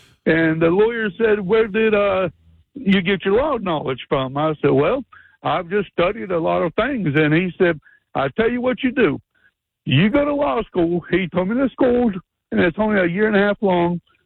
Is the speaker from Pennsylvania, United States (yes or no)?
yes; Pittsburgh, Pennsylvania, United States; born there; now in Winston-Salem, United States